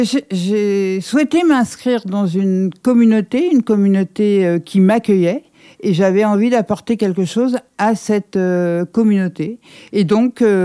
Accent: Paris, Île-de-France, France; moved away; je suis parisienne

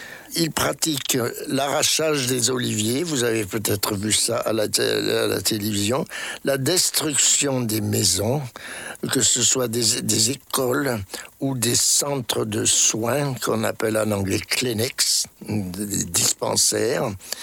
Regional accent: France; Moi, en tant que Français

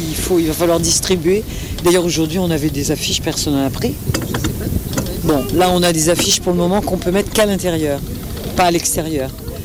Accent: Sète, Occitanie, France; si on me dit, mais t'es d'où ? Je dis, bah, de Sète. Oui, mais t'es d'où ? Bah, je suis de Sète.

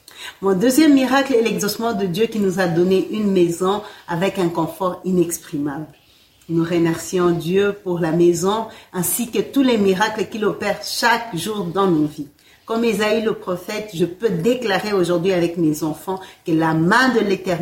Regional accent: DR Congo; Chez moi, en Afrique

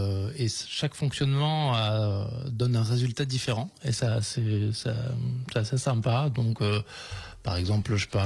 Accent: Montpellier, Occitanie, France; on est de Montpellier. Alors après, on a d'autres musiciens qui viennent un petit peu de partout de la région. Mais originellement, oui, on vient de Montpellier.

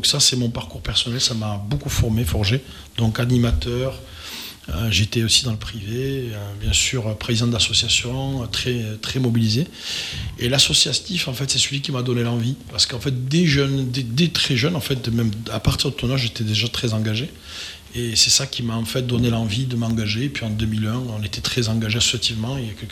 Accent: Occitanie, France; Je suis originaire de l'Ariège, voilà, sinon j'ai été élu local à Lavelanet pendant une quinzaine d'années.

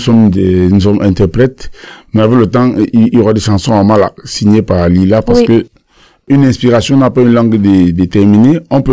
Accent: Cameroon

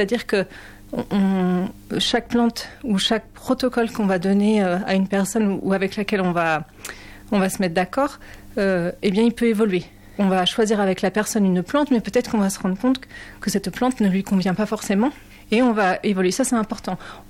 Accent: Pays de la Loire, France; moved away as an adult; now in Hautes-Pyrénées, France; moi je suis originaire du Maine-et-Loire

